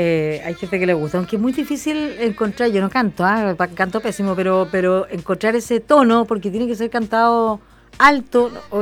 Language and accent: Spanish; Puerto Montt, Los Lagos, Chile; Soy nací criada en Puerto Montt.